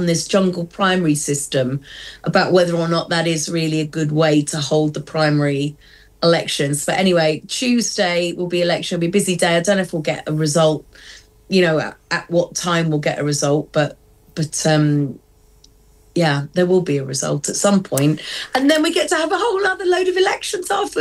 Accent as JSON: {"language": "English", "country": "United Kingdom", "moved": "yes", "lives_now": "United States", "said": "As a Brit, like, I'm sorry, and also an American who gets to vote."}